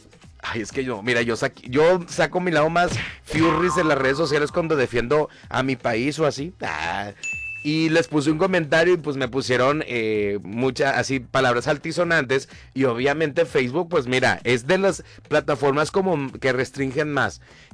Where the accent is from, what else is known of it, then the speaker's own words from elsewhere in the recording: Mexico; Sí, fracasaste como mexicano